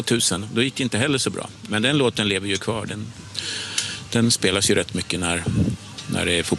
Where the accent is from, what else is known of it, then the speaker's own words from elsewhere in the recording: Skåne, Sweden; Jag kommer från Skåne och ett gäng spelningar där.